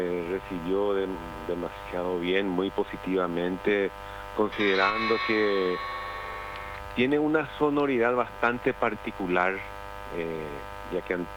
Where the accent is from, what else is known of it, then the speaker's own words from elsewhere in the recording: Paraguay; nosotros somos un país tan chiquito en medio de potencias, uh-huh, como Brasil, Argentina, Colombia